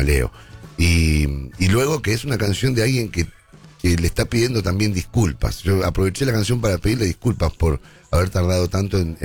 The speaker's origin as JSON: {"language": "Spanish", "country": "Argentina", "said": "nosotros como argentinos"}